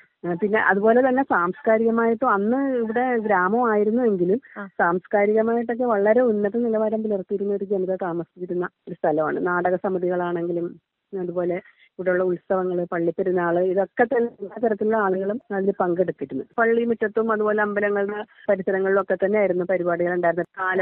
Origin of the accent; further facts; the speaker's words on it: Karunagappally, Kerala, India; moved away as an adult; now in Mulavukad, India; എന്റെ നാട് ശരിക്കും കരുനാഗപ്പള്ളിയാണ്.